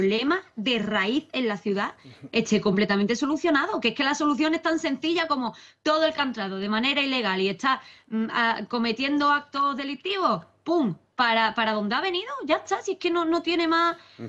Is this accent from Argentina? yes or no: no; Spain; Los nuestros merecen desarrollarse en un entorno seguro, como cualquier niño en la península, porque somos españoles.